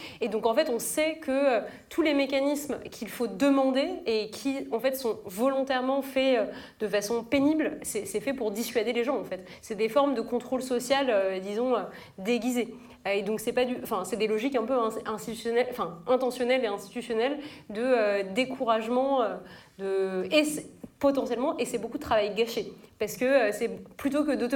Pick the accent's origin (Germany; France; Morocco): France; chez nous en France.